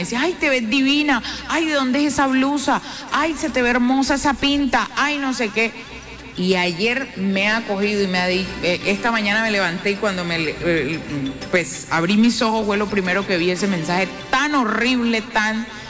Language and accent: Spanish; Colombia; Hagamos un ejercicio como colombianos. Vamos a empezar a unir el país.